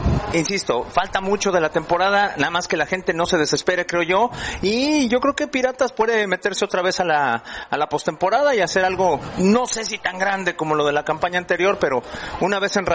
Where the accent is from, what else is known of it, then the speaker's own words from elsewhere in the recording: Mexico City, Mexico; siendo chilango